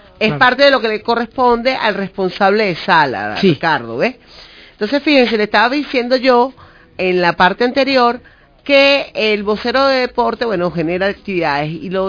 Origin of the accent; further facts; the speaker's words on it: Caracas, Capital District, Venezuela; yo soy de la Comuna Socialista Simón Bolívar.